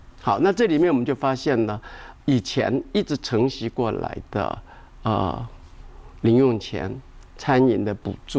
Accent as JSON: {"language": "Chinese", "town": "Xingang", "region": "Chiayi County", "country": "Taiwan", "tie": "born or raised there", "said": "我的故乡新港，我们的老家，被县政府指定为古迹"}